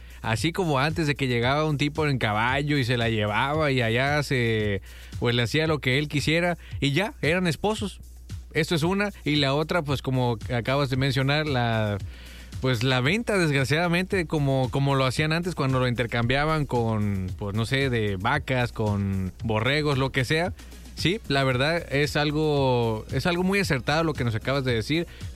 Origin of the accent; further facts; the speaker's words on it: Guadalajara, Jalisco, Mexico; yo vengo de la ciudad de Guadalajara